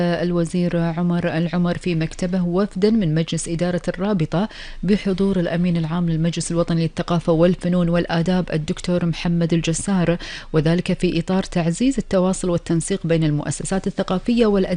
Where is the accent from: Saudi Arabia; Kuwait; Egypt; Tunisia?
Kuwait; طبعا هذه كانت أخبار ديرتنا الحبيبة الكويت